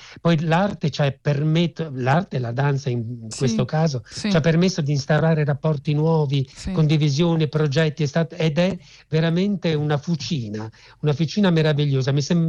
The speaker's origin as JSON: {"language": "Italian", "town": "Rijeka", "region": "Primorje-Gorski Kotar County", "country": "Croatia", "moved": "yes", "said": "Lei deve sapere che io vengo da Rijeka, da Fiume, mio papà è stato esule"}